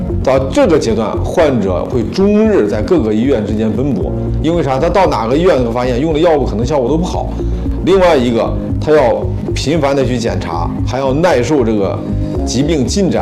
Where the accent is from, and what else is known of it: China